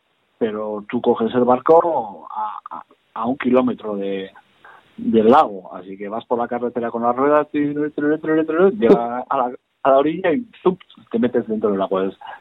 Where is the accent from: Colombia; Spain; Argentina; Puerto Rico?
Spain; Basque Country; ya ahora puedo ir tranquilo y decir que soy vasco y no de Murcia, si no. Igual por el acento, igual no paso